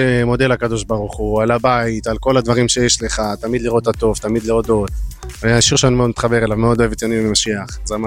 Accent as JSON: {"language": "Hebrew", "town": "Givat Ze'ev", "region": "Judea and Samaria Area", "country": "Israel", "tie": "born or raised there", "said": "ברוכים הבאים לגבעת זאב, לבית שלי, שגדלתי בו."}